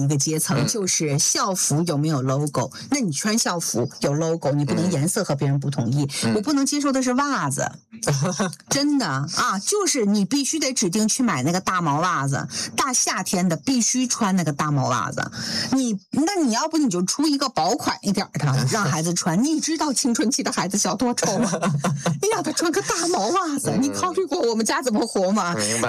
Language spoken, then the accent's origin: Chinese; China; now in New Zealand; 如果不是因为我是中国人，也许我不会这么看这个问题。